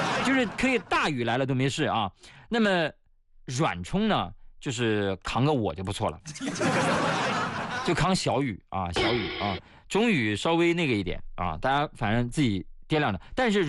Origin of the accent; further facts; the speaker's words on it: Shanxi, China; 当然，作为一个山西人，肯定给大家推荐的是山西正宗老陈醋。